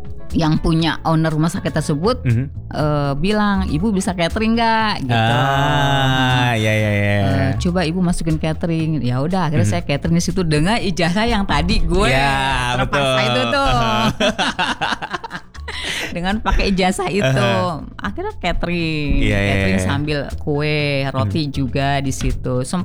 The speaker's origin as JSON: {"language": "Indonesian", "region": "Java", "country": "Indonesia", "said": "Gendis itu diambil dari karena saya orang Jawa, suka dengan filosofi Jawa."}